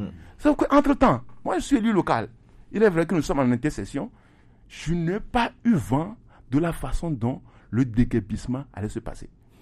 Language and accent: French; Lomé, Maritime, Togo; born there; Je suis né dans le Golfe 4 à Lomnava. À l'époque, c'était le 3e arrondissement.